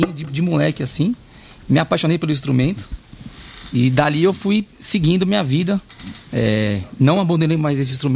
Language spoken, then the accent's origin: Portuguese; São Paulo, Brazil; born there; A gente é da Moca, do bairro da Moca.